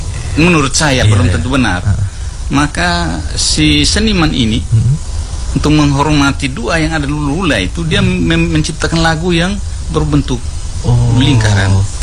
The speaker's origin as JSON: {"language": "Indonesian", "town": "Sukulise", "region": "East Nusa Tenggara", "country": "Indonesia", "tie": "born or raised there", "said": "saya berlibur ke kampung dan mengikuti acara Ngua Mbama di Sukulise, di kampung saya."}